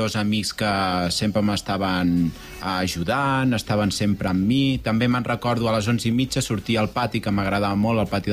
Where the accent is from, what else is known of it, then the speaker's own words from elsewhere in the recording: Puigcerdà, Catalonia, Spain; also born or lived in Prades, France; Jo vaig néixer a Prades, a França, però des dels 11 mesos que visc allà a Puigcerdà.